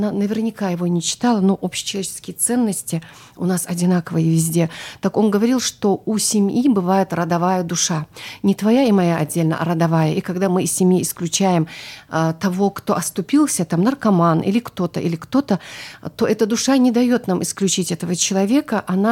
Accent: Dagestan, Russia

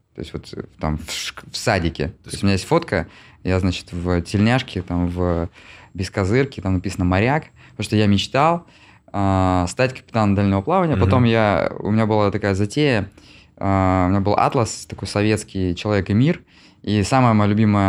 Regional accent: Syktyvkar, Komi Republic, Russia; Я вырос в Сыктывкаре.

